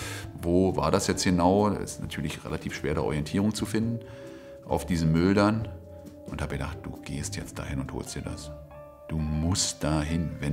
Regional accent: Rangsdorf, Brandenburg, Germany; also born or lived in Zossen; Ich bin geboren in Zossen, das ist ein Örtchen in Brandenburg, bin aber die ganze Zeit in Rangsdorf zu Hause gewesen. Also meine Eltern wohnten dort.

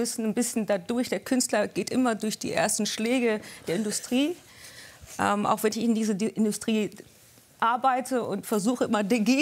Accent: Basque Country, Spain; first language Basque; German is a second language; aber wir haben in Spanien, bin ich ein bisschen aufgewachsen. Meine erste Sprache war auch eher baskisch, weil wir im Baskenland gelebt haben.

